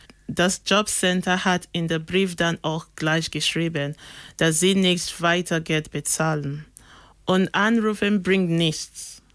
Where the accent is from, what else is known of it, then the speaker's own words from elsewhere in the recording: Benin City, Edo, Nigeria; German is a second language; moved away as an adult; now in Germany; Ich komme aus Nigeria, aus Benin City. Das liegt in Edo State. 2015 bin ich nach Deutschland gekommen.